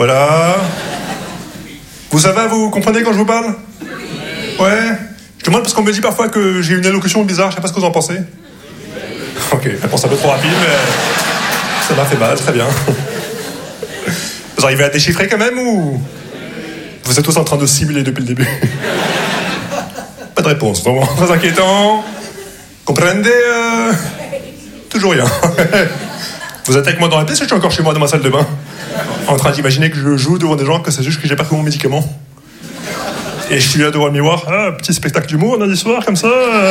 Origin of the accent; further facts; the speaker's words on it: Casablanca, Casablanca-Settat, Morocco; Parce que moi … j'ai grandi au Maroc, mais on dirait que ma voix est doublée par un gars qui s'appelle Maximilien.